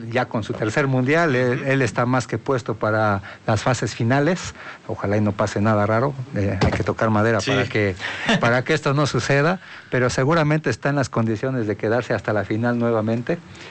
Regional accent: Mexico; y por qué sentirnos orgullosos como mexicanos de la actuación que tenga

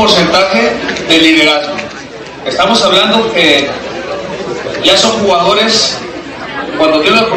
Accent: Mexico

